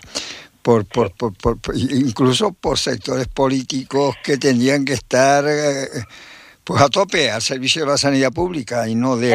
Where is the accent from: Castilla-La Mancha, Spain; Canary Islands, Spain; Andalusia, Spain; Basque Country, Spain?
Canary Islands, Spain; Guatiza; born there; Yo nací en Guatiza, ¿eh? Te dije que conocía el tema, pero